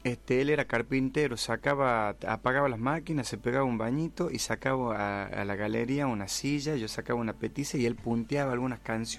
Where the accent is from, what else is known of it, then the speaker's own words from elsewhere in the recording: Salta, Argentina; Y yo soy salteño, nacido y criado en Salta Capital